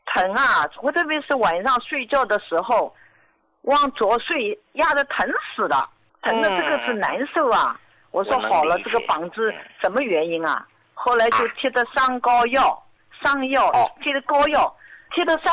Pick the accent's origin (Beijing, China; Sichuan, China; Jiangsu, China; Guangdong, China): Jiangsu, China; 我今年73岁，我是江苏的